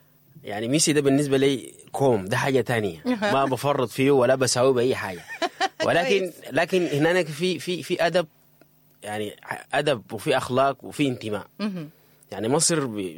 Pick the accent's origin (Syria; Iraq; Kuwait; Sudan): Sudan; moved away; في قلوبنا صراحة شوق كبير وشغف إنه نحن نرجع السودان